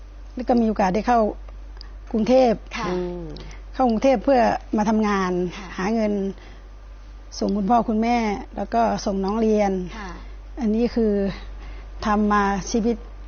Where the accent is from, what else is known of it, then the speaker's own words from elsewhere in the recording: Nong Han, Udon Thani, Thailand; อำเภอหนองหานตอนวัยเด็กก็พ่อแม่จะออกไปที่บ้านมีฐานะทำแบบทำไร่ทำนาค่ะ